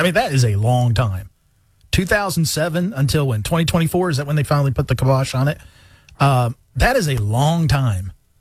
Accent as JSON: {"language": "English", "area": "Whitesville", "region": "West Virginia", "country": "United States", "tie": "born or raised there", "said": "I grew up outside of Whitesville."}